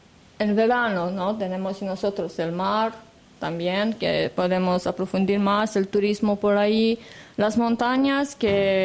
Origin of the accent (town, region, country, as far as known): Galați, Galați County, Romania; Spanish is a second language